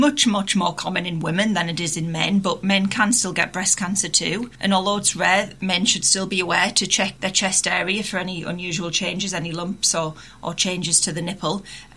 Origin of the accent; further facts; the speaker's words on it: Sunderland, North East England, United Kingdom; I'm from Sunderland and decided from quite an early age that I'd like to go into medicine.